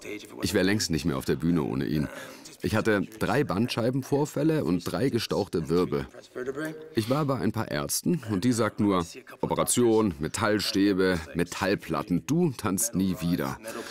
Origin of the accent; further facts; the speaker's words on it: Toronto, Ontario, Canada; ich komme aus Toronto, weißt du, das ist echt eine Großstadt. Ich bin in Downtown Toronto aufgewachsen